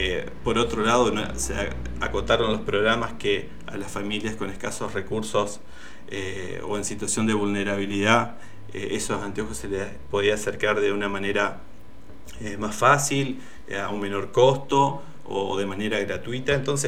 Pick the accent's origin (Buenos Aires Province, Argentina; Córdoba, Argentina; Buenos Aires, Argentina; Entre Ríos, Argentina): Entre Ríos, Argentina; Diamante; somos vecinos de Diamante